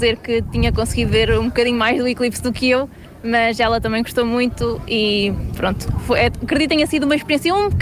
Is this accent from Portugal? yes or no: yes; Guarda, Centro, Portugal; now in Lisbon, Portugal; eu sou da Guarda